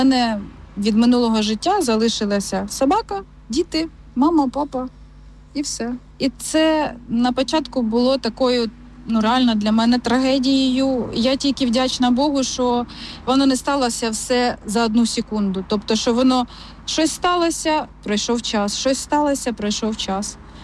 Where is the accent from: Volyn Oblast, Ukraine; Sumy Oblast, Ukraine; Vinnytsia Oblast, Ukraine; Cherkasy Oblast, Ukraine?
Sumy Oblast, Ukraine; Velyka Pysarivka; moved away as an adult; Ми самі з Великої Писарівки.